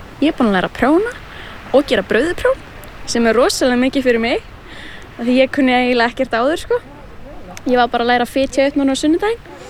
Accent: Húsavík, Northeast Region, Iceland; ég er 19 ára og kem frá Húsavík.

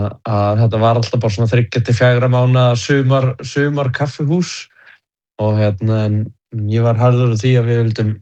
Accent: Akureyri, Northeastern Region, Iceland; Ég held og núna þú veist, ég er frá Akureyri og ég sem barn, ég bjórendar ekki í hverfinu

